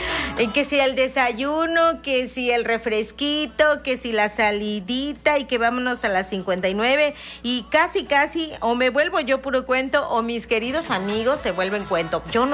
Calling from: Fidel Velázquez, Mexico; te escucho desde mi pueblo de la Fidel Velázquez.

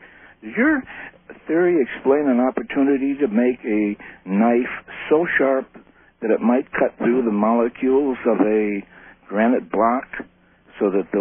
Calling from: Michigan, United States; I'm calling from Michigan.

